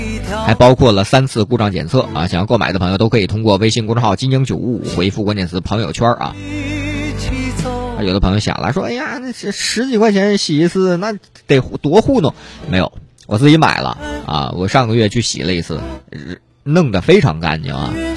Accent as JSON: {"language": "Chinese", "town": "Fuxin", "region": "Liaoning", "country": "China", "tie": "born or raised there", "moved": "yes", "lives_now": "Changsha, China", "said": "包括我们老家辽宁阜新也是，它是资源枯竭型城市啊"}